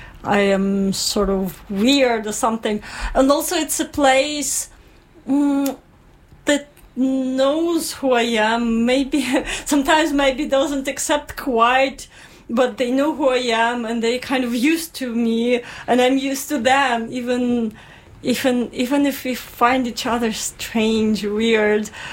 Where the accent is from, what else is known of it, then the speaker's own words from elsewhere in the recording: Ukraine; born there; English is a second language; moved away; homeland, home, I mean Ukraine.